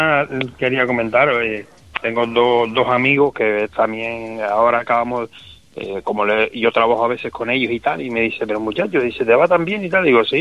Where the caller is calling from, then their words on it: Llano del Moro, Tenerife, Canary Islands, Spain; De la zona de Tenerife 2, de Llanos Moros.